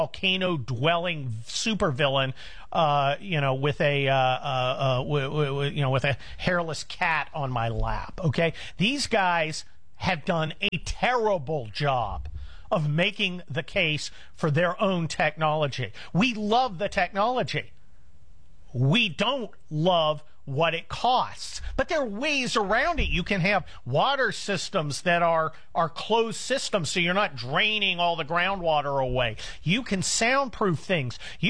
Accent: San Mateo, California, United States; I grew up right around Silicon Valley out in San Mateo, California

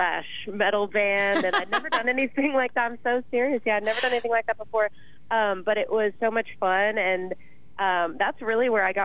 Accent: Phoenix, Arizona, United States; also born or lived in Flagstaff; Yeah, so I wasn't born in Phoenix, but I'm just about born and raised in Phoenix, where we're talking together today. And I lived up in Flagstaff for about 6 years, and that's where I kind of started playing music.

